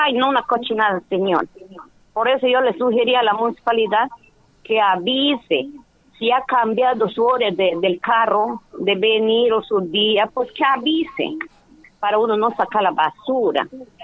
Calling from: Morales, San Martín, Peru

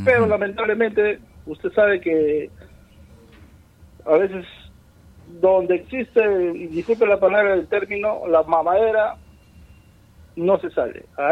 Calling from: Pucallpa, Ucayali, Peru; yo llamo de la ciudad de Pucallpa

